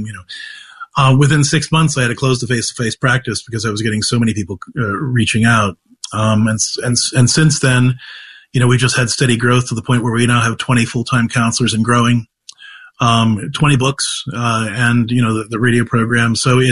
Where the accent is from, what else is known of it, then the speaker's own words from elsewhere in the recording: Clairton, Pennsylvania, United States; also born or lived in Ohio; I grew up in Clairton, Pennsylvania, which is the first place that The Deer Hunter was filmed. And then I lived like 10 miles down the road from Mango Junction, Ohio